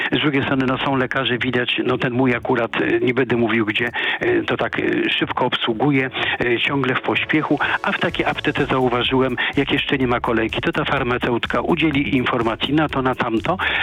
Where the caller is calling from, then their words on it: Warsaw, Masovian Voivodeship, Poland; z Warszawy dzwonię